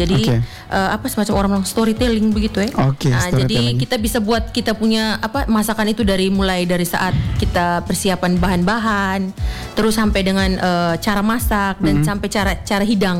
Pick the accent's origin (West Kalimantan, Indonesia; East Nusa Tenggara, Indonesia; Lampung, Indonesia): East Nusa Tenggara, Indonesia; Jadi tahu sendiri kita orang Flores, orang Timur kan suka yang banyak-banyak toh.